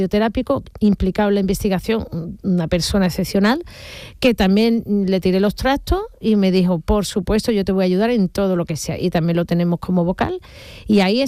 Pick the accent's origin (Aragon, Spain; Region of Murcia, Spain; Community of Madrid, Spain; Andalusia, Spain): Andalusia, Spain; Seville; Sí, yo soy sevillana, sevillana, sí, sí. Yo nací en la calle Miguel del Cid, ahí en San Lorenzo, sí, más o menos. Pero mis padres con 3 años se mudaron a San Diego, California, o sea que me he criado en la barriada de San Diego.